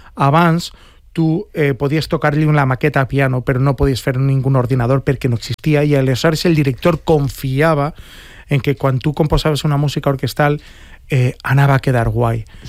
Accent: Alzira, Valencian Community, Spain; sempre procuro dedicar una peça al meu poble, en algo que tinga que veure en Alzira

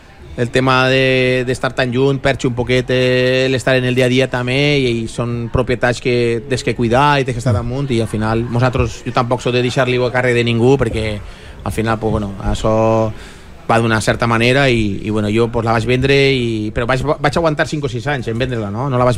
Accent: Valencian Community, Spain; moved away as an adult; now in Valencia, Spain; jo mantinc una casa allí en el meu poble

